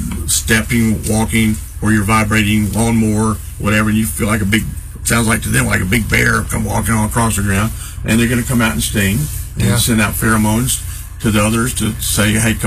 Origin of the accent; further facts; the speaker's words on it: North Carolina, United States; Grew up in Ohio, I grew up in North Carolina.